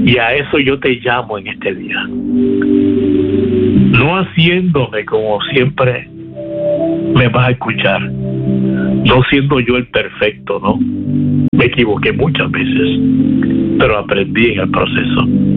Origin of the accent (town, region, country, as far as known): Puerto Rico